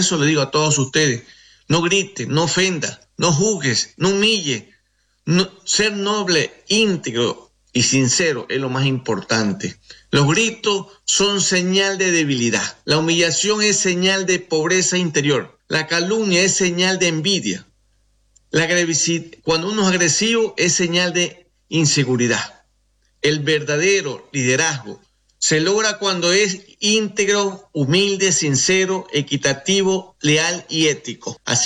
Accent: Ecuador; now in Uruguay; Mi casa aquí en la República Oriental del Uruguay. Trabajo con mi nombre como ecuatoriano que soy. Orgulloso de estar en su país, uruguayo.

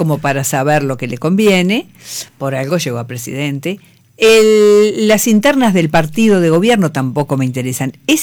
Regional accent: Montevideo, Uruguay; yo que vengo de La Teja, yo que me claro. que soy de acá.

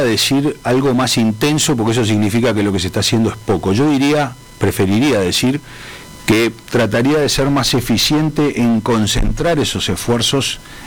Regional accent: Uruguay

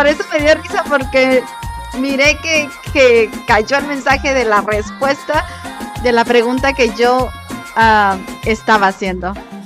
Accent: Hidalgo del Parral, Chihuahua, Mexico; yo soy del mineral del Parral, porque allí en Parral, pues bueno, es conocido mucho por sus minas.

